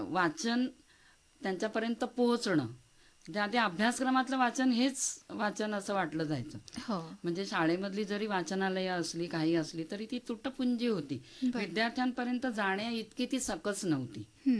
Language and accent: Marathi; Thane, Maharashtra, India; moved away; माझं माहेर ठाण्याला मुंबईला.